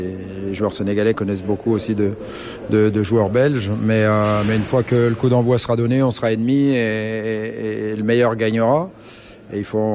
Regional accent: France; en tant que Français

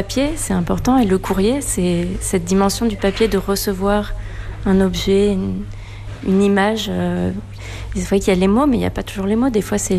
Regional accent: France; moved away as an adult; also born or lived in Brussels; Je suis française, ouais. J'ai habité à Bruxelles pendant 17 ans et je suis retournée en France

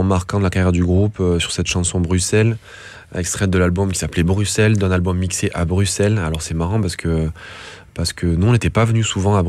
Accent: France; C'est devenu la blague en fait chez nous en France, ce truc-là.

